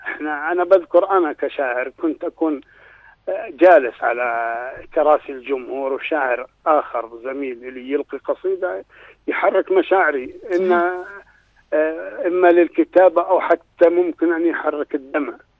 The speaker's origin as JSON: {"language": "Arabic", "country": "Jordan", "said": "عندنا بالأردن"}